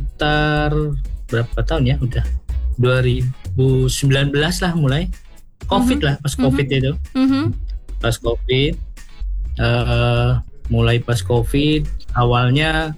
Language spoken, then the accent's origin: Indonesian; Aceh, Indonesia; aslinya saya sendiri Aceh, kemudian istri Jawa.